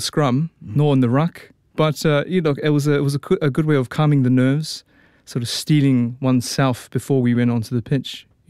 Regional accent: Auckland, New Zealand; also born or lived in Australia; I grew up in Auckland. I grew up in East Auckland in Howick Highland Park.

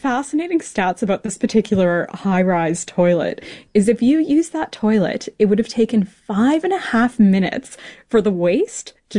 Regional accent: Canada; now in New Zealand; So I live in New Zealand. I'm originally from Canada.

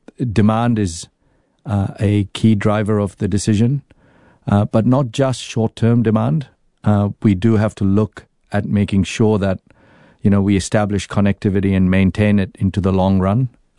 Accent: New Zealand; I say I'm from New Zealand

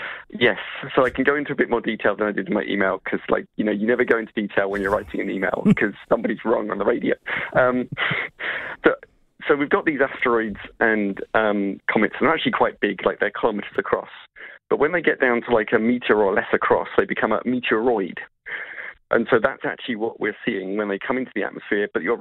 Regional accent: England, United Kingdom; accent: English; now in New Zealand; with my English accent

